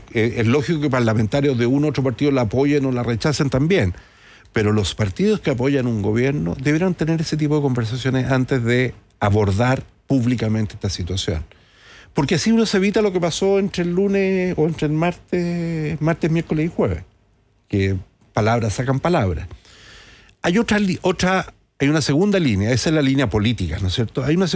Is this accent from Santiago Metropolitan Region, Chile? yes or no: yes; Santiago, Santiago Metropolitan Region, Chile; yo soy de Santiago, pero me tocó visitar mucho las regiones cuando yo era autoridad